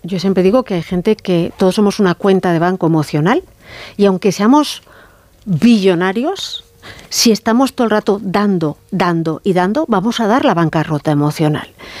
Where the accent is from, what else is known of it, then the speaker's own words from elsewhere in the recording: Madrid, Community of Madrid, Spain; Yo me acuerdo, yo soy madrileña, y me acuerdo cuando me quería ir a Inglaterra a estudiar.